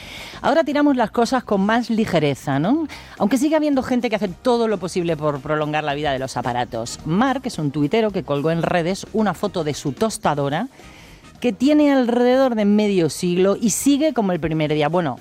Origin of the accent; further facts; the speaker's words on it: Madrid, Community of Madrid, Spain; He visitado un taller de reparación que hay en el barrio en el que yo crecí, en Prosperidad, en Madrid, que antes de las 10 de la mañana ya tenía cola.